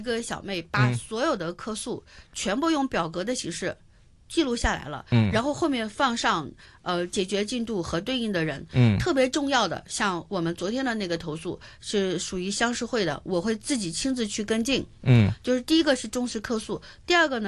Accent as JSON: {"language": "Chinese", "country": "China", "moved": "as an adult", "lives_now": "Hong Kong", "said": "虽然说我一个内地人来了"}